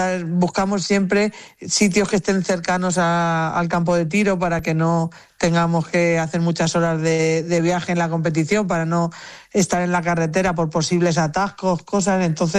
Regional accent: Italy; Y vengo de Italia

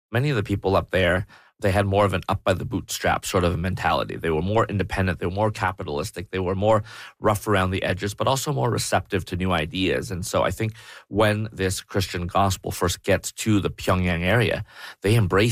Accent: Toronto, Ontario, Canada; Again, I mentioned I'm ethnically Chinese, but growing up in Toronto, you're going to meet Koreans.

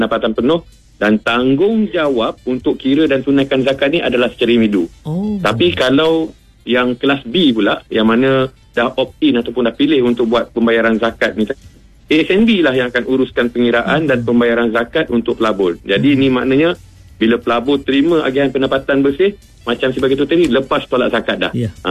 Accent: Seremban, Negeri Sembilan, Malaysia; Saya orang Seremban.

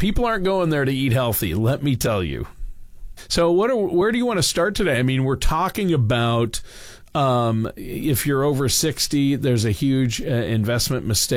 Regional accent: Minnesota, United States; my home state is now home to the world's largest, at least the U.S.'s largest state fair, the Minnesota State Fair

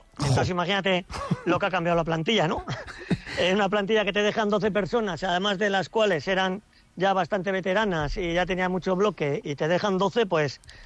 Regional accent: Pasaia, Basque Country, Spain; soy de San Pedro, he remado también en San Pedro, y claro, los que somos de ahí de la bahía

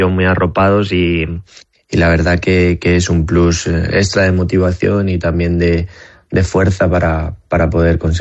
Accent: Ciudad Real, Castilla-La Mancha, Spain; yo como un castellano manchego y de moral de aquí de Ciudad Real

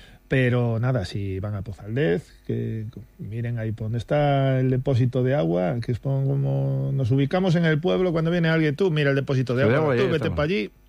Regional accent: Galicia, Spain; vamos, yo soy gallego, entonces allí estamos acostumbrados al verde.

